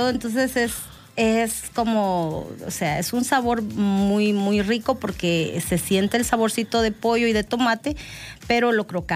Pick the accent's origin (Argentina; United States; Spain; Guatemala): Guatemala; now in El Salvador; Yo soy guatemalteca